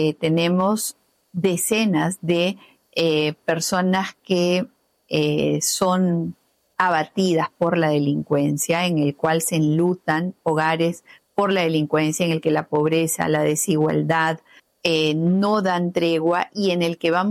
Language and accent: Spanish; Peru; porque por algo somos peruanos con DNI, tenemos libertad de expresión todavía.